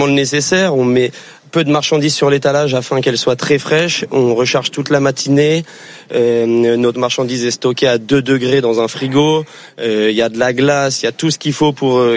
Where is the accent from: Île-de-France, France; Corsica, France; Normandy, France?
Normandy, France; Ouistreham; On vient de Ouistreham en Normandie.